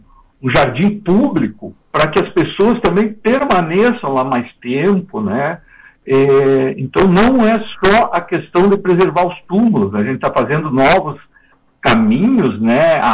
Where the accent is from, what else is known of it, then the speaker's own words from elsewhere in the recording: Porto Alegre, Rio Grande do Sul, Brazil; moved away; Eu venho de Porto Alegre